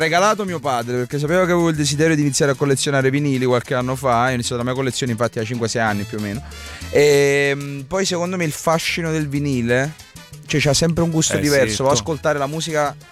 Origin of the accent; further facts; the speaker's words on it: Mugnano, Campania, Italy; fare i miei 10 giorni al mese qui a Milano, gli altri 20 me li faccio a Mugnano.